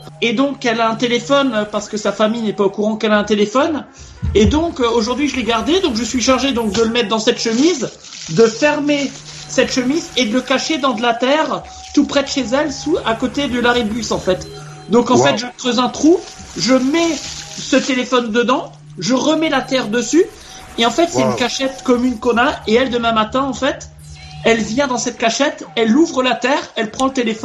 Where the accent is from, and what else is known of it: Strasbourg, Grand Est, France